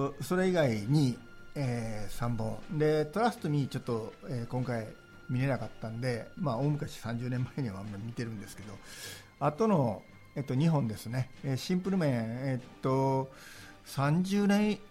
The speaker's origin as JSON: {"language": "Japanese", "town": "Kobe", "region": "Hyogo", "country": "Japan", "tie": "born there", "said": "この番組は神戸生まれで神戸を愛するキャリアコンサルタントでフリーライターの … が日常で感じたことをお届けする30分番組です。"}